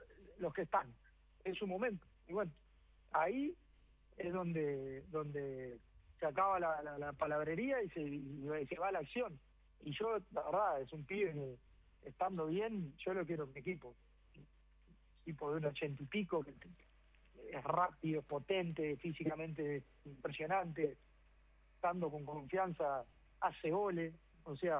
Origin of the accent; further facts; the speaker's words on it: Uruguay; Los uruguayos somos así, ¿verdad?